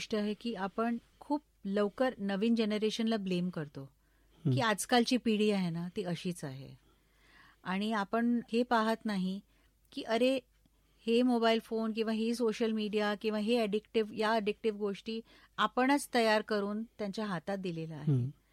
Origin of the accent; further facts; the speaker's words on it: Mumbai, Maharashtra, India; born there; Marathi is a second language; मुंबईत माझा जन्म झालाय, तर मी मूळ ऍक्च्युली महाराष्ट्राचीच आहे आणि आमच्या घरात नेहमी वेगवेगळी भाषा बोलण्याची पद्धत होती